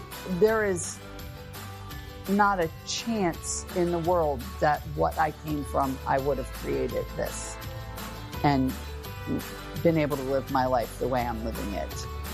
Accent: Baltimore, Maryland, United States; I grew up in Baltimore, Maryland, with a single mom who had drug problems, and it was rough.

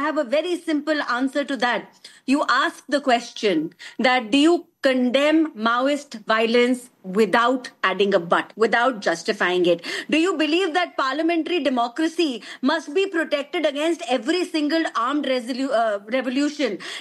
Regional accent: India; And every single Independence Day, the pride I feel at being an Indian, it is unmatched.

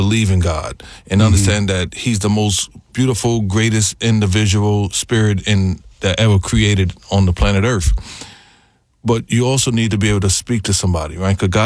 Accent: New York City, New York, United States; growing up in, you know, the south side of Jamaica, Queens, it was a very, you know, rough story.

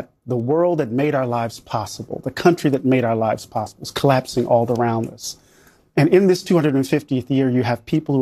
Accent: Moss Point, Mississippi, United States; I'm from Mississippi.

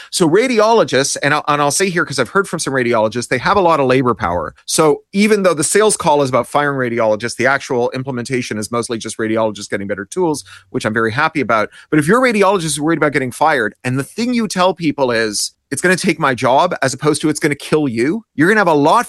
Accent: Canada; as a Canadian who grew up under socialized medicine.

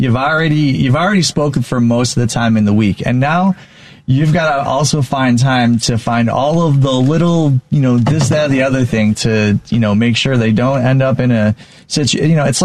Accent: Chicago, Illinois, United States; I'm glad as a Chicagoan that we have more than one set of eyeballs

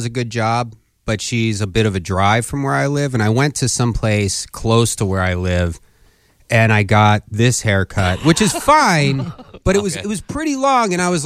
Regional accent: Philadelphia, Pennsylvania, United States; I grew up in Philadelphia.

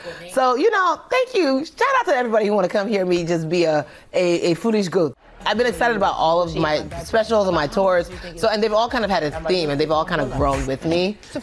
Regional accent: Nigeria; And I was like, how do I do that? I'm Nigerian.

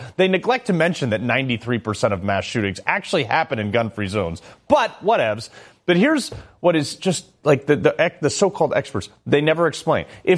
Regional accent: Connecticut, United States; This is my home state of Connecticut.

